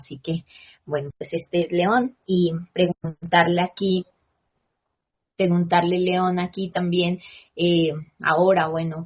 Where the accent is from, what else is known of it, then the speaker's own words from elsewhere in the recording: Colombia; moved away; a los colombianos también nos ha apoyado aquí